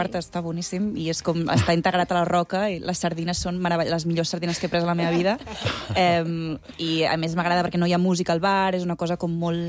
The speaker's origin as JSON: {"language": "Catalan", "town": "Barcelona", "region": "Catalonia", "country": "Spain", "lives_now": "Mallorca, Spain", "said": "Jo no he estat encara, és que jo soc de Barcelona, però, clar, ara estic vivint aquí i estic descobrint coses meravelloses."}